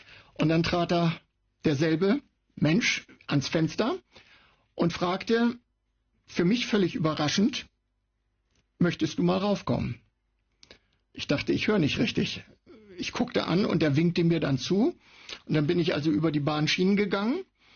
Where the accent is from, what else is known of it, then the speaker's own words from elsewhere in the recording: Jever, Lower Saxony, Germany; wenn ich an den Bahnhof meiner Kindheit denke in Jever